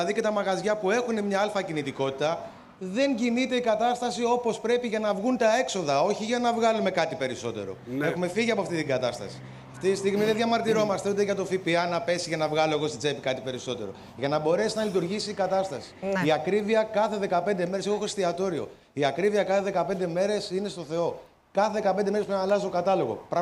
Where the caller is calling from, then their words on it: Kalamata, Peloponnese, Greece